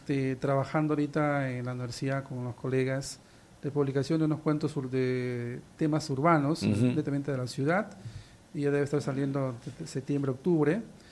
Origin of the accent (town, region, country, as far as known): San Martín, Peru